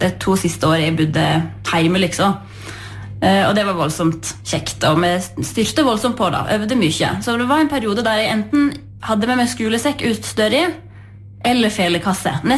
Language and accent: Norwegian; Jøstedalen, Vestland, Norway; born or raised there